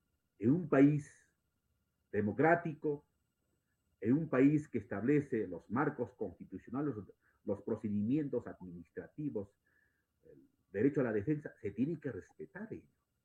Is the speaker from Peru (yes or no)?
yes; Peru; born there; first language qu; Spanish is a second language; yo soy el quechohablante, pero nací en Merima, yo soy el quechohablante, ¿no? Hablo mejor quechua que castellano, estimado periodista.